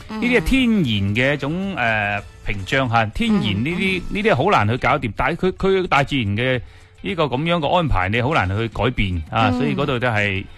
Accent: Guangdong, China; 我哋广东人

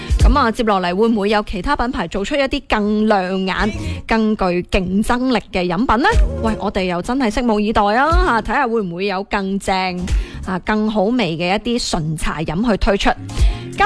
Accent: Guangdong, China; 我哋广东人

